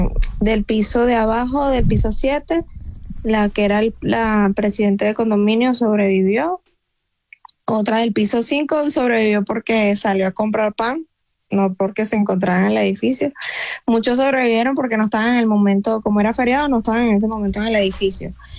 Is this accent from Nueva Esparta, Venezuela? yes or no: no; Caracas, Capital District, Venezuela; Yo soy de Caracas, nací en la clínica Loira.